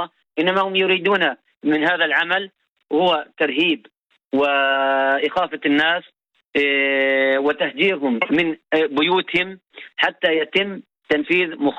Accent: Kisra, Nablus Governorate, Palestine; في بلدتنا كسرى

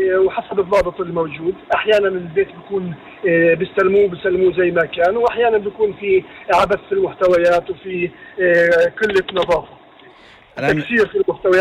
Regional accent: Palestine; يعني إحنا ريف فلسطيني،

